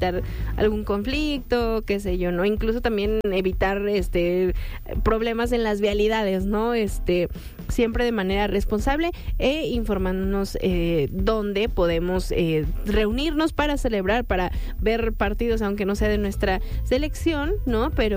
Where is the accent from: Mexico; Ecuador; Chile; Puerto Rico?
Mexico